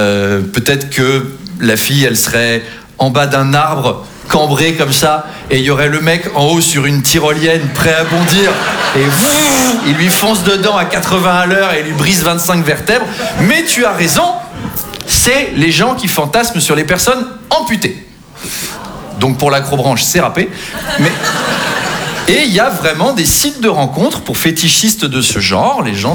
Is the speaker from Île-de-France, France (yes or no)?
yes; Versailles, Île-de-France, France; Moi, j'ai grandi à Versailles, hein, très très catholique comme environnement.